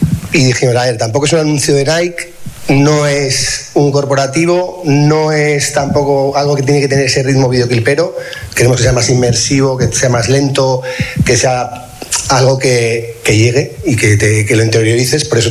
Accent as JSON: {"language": "Spanish", "town": "Bilbao", "region": "Basque Country", "country": "Spain", "said": "soy de Bilbao"}